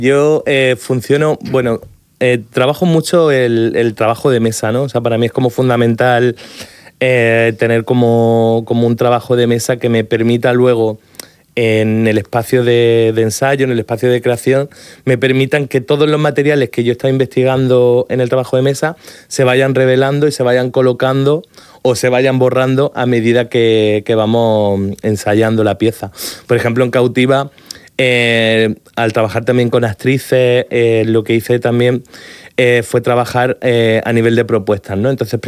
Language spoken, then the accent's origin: Spanish; Jaén, Andalusia, Spain; now in Murcia, Spain; Porque yo soy de Jaén, digo, pero mi corazón también está en Murcia, claro, me tiré muchos años viviendo aquí y para mí es como escasa venir a Murcia siempre.